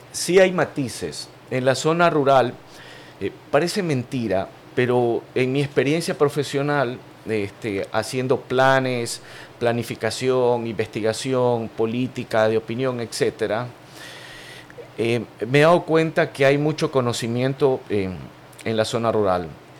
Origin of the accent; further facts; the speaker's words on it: Guayaquil, Guayas, Ecuador; Yo soy guayaquileño